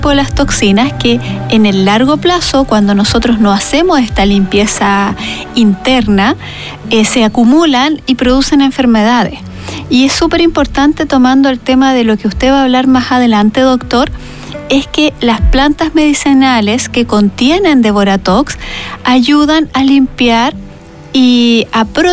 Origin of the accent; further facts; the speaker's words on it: Valparaíso, Chile; born there; usted, doctor, sabe que yo soy porteña.